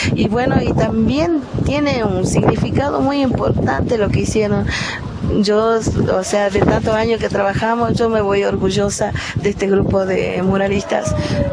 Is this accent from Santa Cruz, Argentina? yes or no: no; Jujuy, Argentina; la identidad de nuestro pueblo jujeño, latinoamericano. Dentro de la República Argentina somos los más latinoamericanos. Nosotros no descendemos de barco, nosotros descendemos de esta cultura preciosa que tenemos.